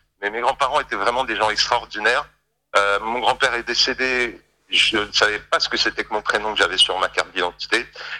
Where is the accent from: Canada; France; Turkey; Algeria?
France; born there; je suis un petit Français, hein, je suis né en France, je suis très mainstream, tu vois.